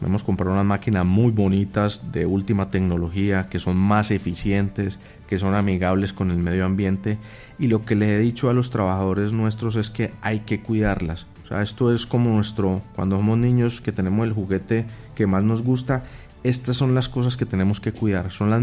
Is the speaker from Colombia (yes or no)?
yes; Cali, Valle del Cauca, Colombia; also born or lived in Pereira; Cali es una ciudad apasionante. O sea, yo no soy de aquí, yo soy de Pereira, pero a mí me trajeron a vivir a Cali después de 8 días de nacido. Y desde eso estoy acá. Aquí estudié, aquí conocí mi esposa, aquí tuve mi hija, aquí he hecho familia y aquí he trabajado por esta ciudad.